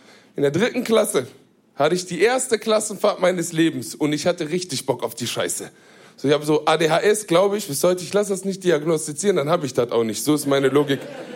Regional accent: Duisburg, North Rhine-Westphalia, Germany; ich bin in Duisburg im Marxloh aufgewachsen.

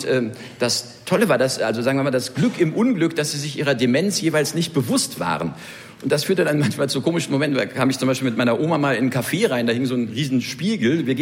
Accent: Cologne, North Rhine-Westphalia, Germany; Kommen wir beide aus der Stadt. Wir sind eigentlich beide in der Stunksitzung groß geworden, ich ein paar Jahre später.

